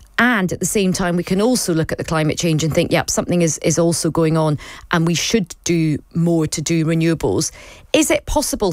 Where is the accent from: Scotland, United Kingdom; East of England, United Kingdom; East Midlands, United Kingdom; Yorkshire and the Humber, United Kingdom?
Scotland, United Kingdom; I'm Scottish. I'm very proud of Aberdeen and the oil and gas jobs there.